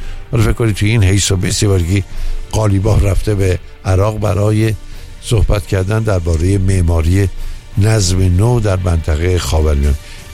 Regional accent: Iran; ما که ایرانی هستیم و خوب ایران رو میشناسیم،

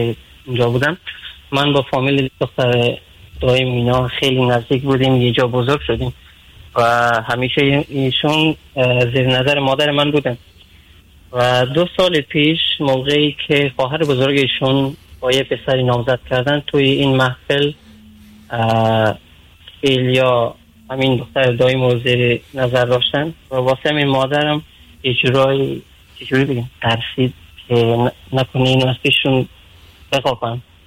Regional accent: Afghanistan; now in Europe; من اهل افغانستان هستم و تقریبا 4 سال که به اروپا مهاجرت کردم.

